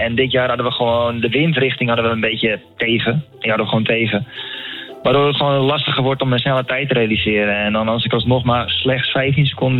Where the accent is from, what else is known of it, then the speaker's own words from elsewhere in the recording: Netherlands; wij als Nederlanders